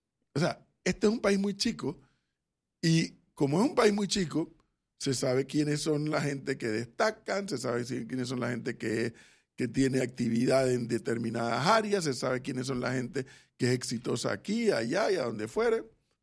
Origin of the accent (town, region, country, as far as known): Panama